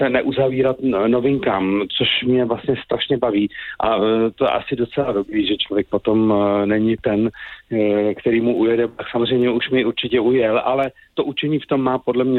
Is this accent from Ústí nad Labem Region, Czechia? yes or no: yes; Žatec, Ústí nad Labem Region, Czechia; jsem byl kluk ze Žadce, z malého města